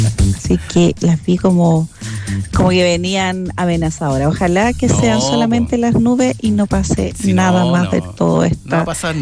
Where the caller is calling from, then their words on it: Antofagasta, Chile; Ya de regreso en Antofagasta.